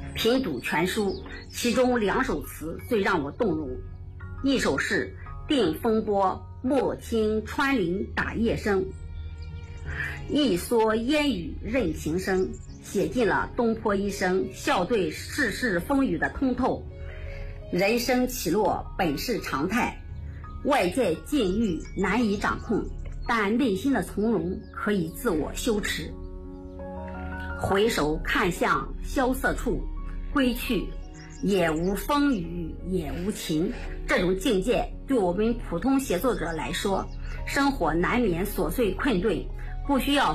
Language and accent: Chinese; Xuzhou, Jiangsu, China; 作为徐州本土的文学爱好者，读这本书心中自有一份独属于家乡的情愫